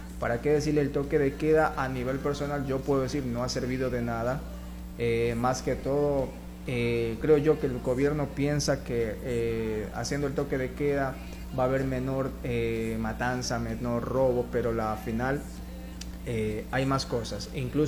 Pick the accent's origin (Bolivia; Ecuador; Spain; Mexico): Ecuador; Guayaquil, Guayas; como ciudadanos ecuatorianos o guayaquileños